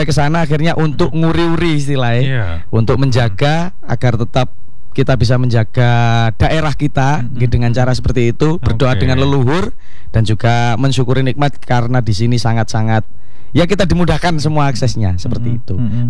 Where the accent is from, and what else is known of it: Pare, East Java, Indonesia